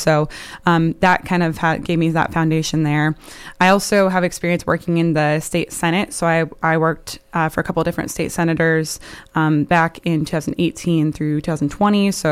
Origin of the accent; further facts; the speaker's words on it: Sequim, Washington, United States; also born or lived in Seattle area; I grew up in Squim, Washington, and had the best time here. It's the community that raised me